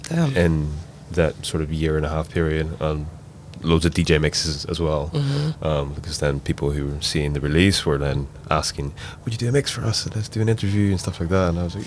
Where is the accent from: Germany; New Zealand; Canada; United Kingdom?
United Kingdom; Belfast, Northern Ireland; moved away; it's kind of the change that I was looking for from Belfast. Like, I still have a piece of my heart there for sure.